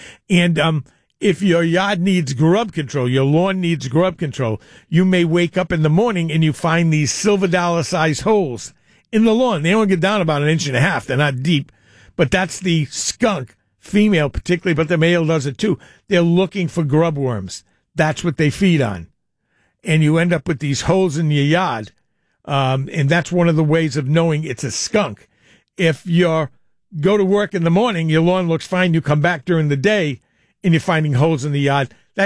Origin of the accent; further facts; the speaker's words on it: East Providence, Rhode Island, United States; My hometown, East Providence, I'm always proud of it.